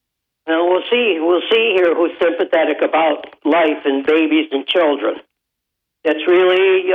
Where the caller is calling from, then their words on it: Dickinson, New York, United States; Hey, Bob. … from the town of Dickinson.